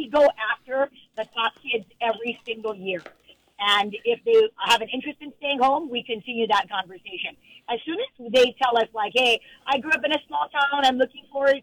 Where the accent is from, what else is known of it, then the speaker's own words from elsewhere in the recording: Pearl City, Hawaii, United States; I believe that as a local girl myself, you know, growing up in Pearl City, knowing the struggles of trying to get exposure